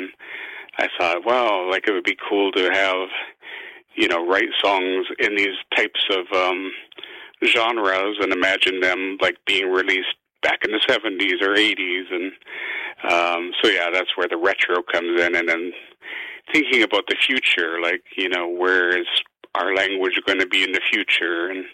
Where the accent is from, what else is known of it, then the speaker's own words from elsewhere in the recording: Vancouver, British Columbia, Canada; and I was raised here in Vancouver, the youngest of 11 children. So, I became, I guess, very urbanized